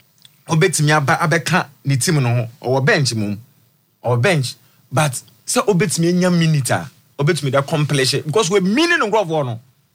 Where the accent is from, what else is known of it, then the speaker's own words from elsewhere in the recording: Volta, Ghana; What I say? Western Togo land, eh, Ghana.